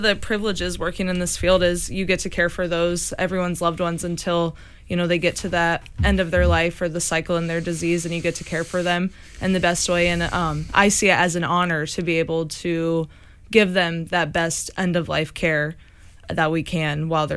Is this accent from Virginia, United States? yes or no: no; Celina, Ohio, United States; moved away as an adult; now in Northwest Ohio, United States; So I'm originally from Salina, Ohio, Grand Lake, St. Mary's area, about an hour and a half southwest of here.